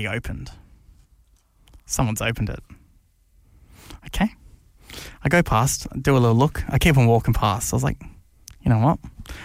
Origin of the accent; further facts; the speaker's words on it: Gosford, New South Wales, Australia; Well, I grew up in Gosford, so I probably had consumed worse.